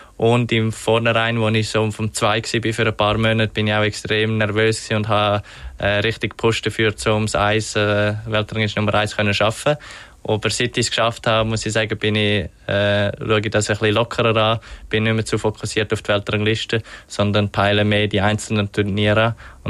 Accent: Switzerland; Weil als Schweizer hat man natürlich, als junger Schweizer hat man eher mal eine Gelegenheit, zum Beispiel in St. Gallen oder in Genf an den Start gehen.

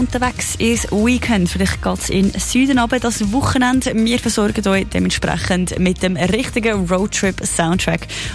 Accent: United Kingdom; German is a second language; now in Germany; Aus meinem Heimatland, Großbritannien.

